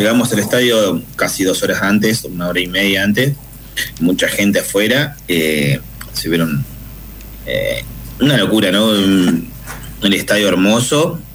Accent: Concordia, Entre Ríos, Argentina

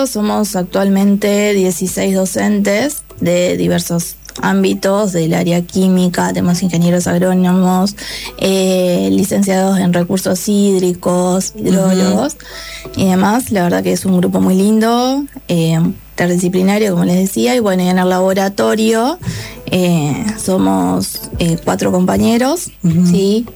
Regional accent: Salto, Uruguay; Bueno, soy de Salto

